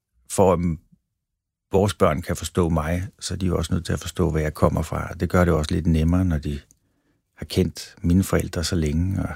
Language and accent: Danish; Valby, Capital Region of Denmark, Denmark; Og vi havde sådan en plads i Valby, faktisk lige over for spinderiet, hvor jeg voksede op.